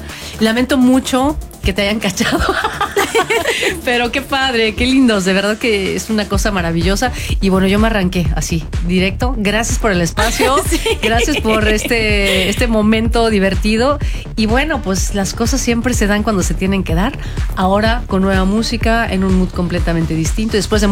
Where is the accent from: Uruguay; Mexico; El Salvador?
Mexico; Pachuca, Hidalgo; En Tulancingo, yo soy de Pachuca, soy hidalguense.